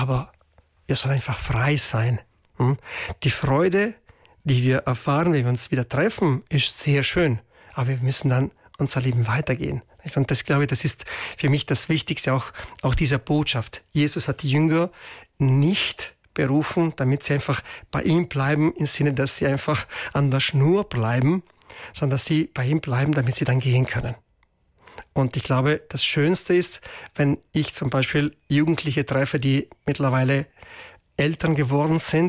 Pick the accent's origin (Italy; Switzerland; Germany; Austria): Italy; Merano, Trentino-Alto Adige; moved away as an adult; also born or lived in Bolzano; ich bin ein Meraner, gell? Deswegen, ich bin gebürtig in Meran